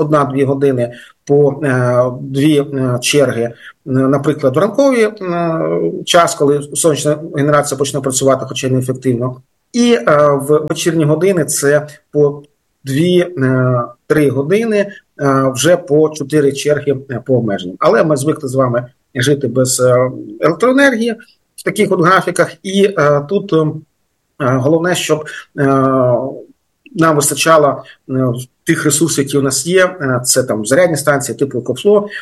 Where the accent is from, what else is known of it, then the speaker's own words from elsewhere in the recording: Kharkiv Oblast, Ukraine; моя рідна Харківщина